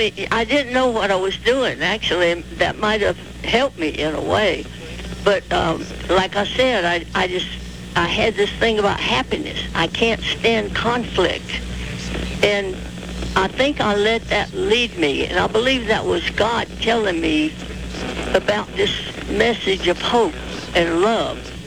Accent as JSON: {"language": "English", "town": "Mount Airy", "region": "North Carolina", "country": "United States", "tie": "born or raised there", "said": "I had a great growing up time just because I lived in Mount Airy. Mm. I think it's the best little hometown in the whole USA."}